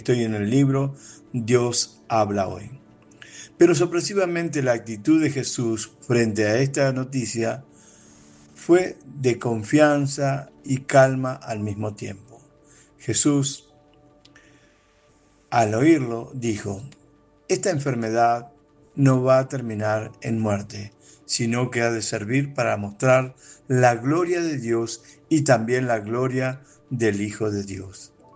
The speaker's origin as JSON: {"language": "Spanish", "country": "Argentina", "said": "soy de Argentina"}